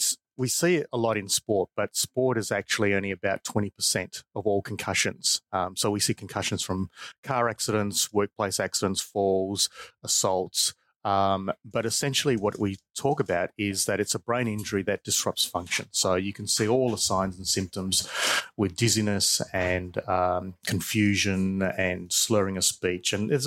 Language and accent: English; Perth, Western Australia, Australia; moved away as an adult; now in Melbourne, Australia; So I grew up in Perth. I was born in Perth. I grew up in Perth. I did my studies in Perth. And so Perth at that time was a very small town, and relatively it's much bigger now, but it's still quite small compared to Melbourne.